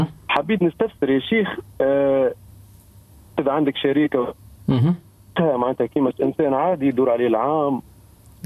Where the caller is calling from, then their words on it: Ben Arous, Tunisia; ولاية بن عروس